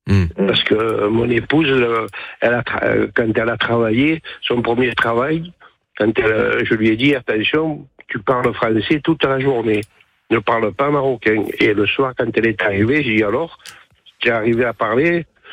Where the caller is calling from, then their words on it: France; moi je suis français.